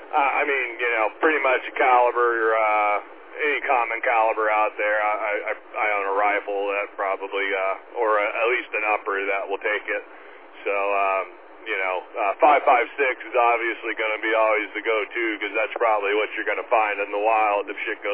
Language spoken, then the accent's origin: English; Tennessee, United States; Yeah, I mean, I grew up in Tennessee.